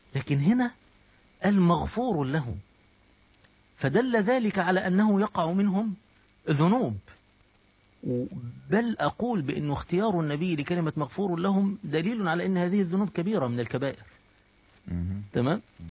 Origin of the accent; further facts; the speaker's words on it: Egypt; باعتباري مصري